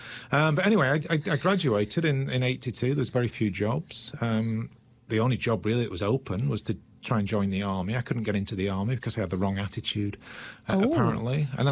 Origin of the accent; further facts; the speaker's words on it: Burnley, North West England, United Kingdom; moved away; also born or lived in Leeds; I'm originally from Burnley, which is a coal mining and was a coal mining and cotton town in East Lancashire.